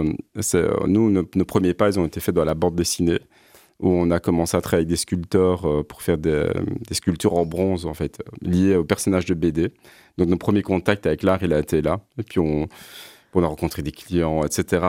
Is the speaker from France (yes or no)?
no; Liège, Wallonia, Belgium; moi je suis liégeois